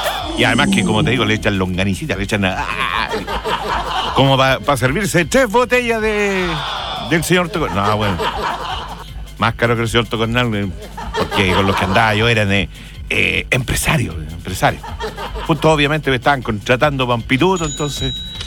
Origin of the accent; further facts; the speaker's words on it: Talcahuano, Biobío, Chile; Yo nací acá en el puerto, porque yo nací en Talcahua, ¿no? Chorero, es el chorero.